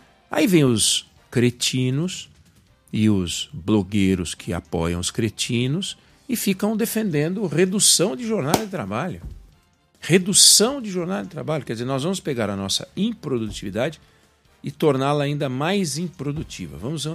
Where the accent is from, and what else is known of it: Brazil